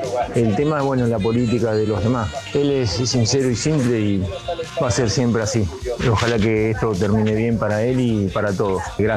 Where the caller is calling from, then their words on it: La Tablada, Buenos Aires Province, Argentina; acá de La Tablada